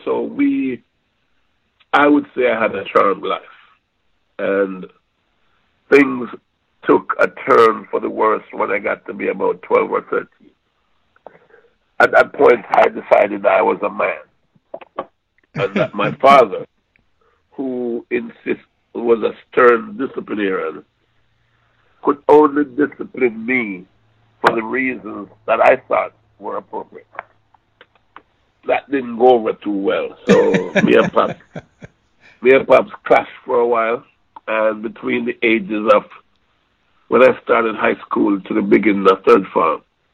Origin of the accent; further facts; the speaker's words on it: Clarkstown, Trelawny, Jamaica; I was born in Clarkstown, Trelawney, right in the middle of the sugar belt.